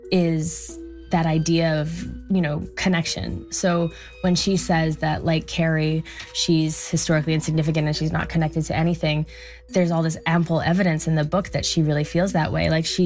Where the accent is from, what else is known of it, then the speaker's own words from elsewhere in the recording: Alberta, Canada; I'm from Alberta, by the way.